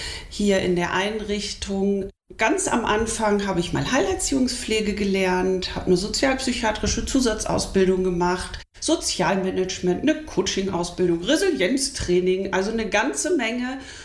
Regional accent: Ostenholz, Lower Saxony, Germany; Ich bin auf dem Dorf aufgewachsen.

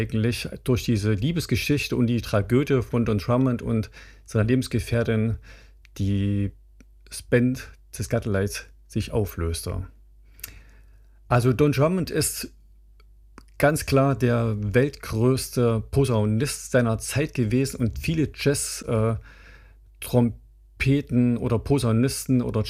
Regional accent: Jena, Thuringia, Germany; born or raised there

